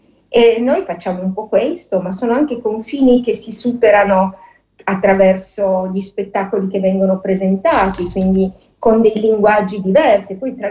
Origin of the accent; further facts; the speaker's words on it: Berlin, Germany; now in Genoa, Italy; Io non sono genovese, io ho chiesto di lavorare al SUC a Genova, a Carla, ma io arrivo da Berlino.